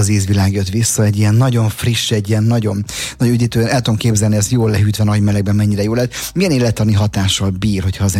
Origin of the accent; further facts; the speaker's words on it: Budapest, Hungary; Én a Leál piac mellett nőttem fel a Visegrádi utcában